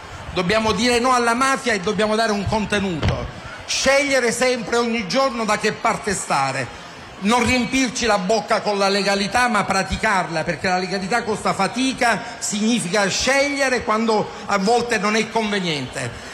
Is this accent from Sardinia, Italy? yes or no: no; Mazara del Vallo, Sicily, Italy; io vengo da Mazara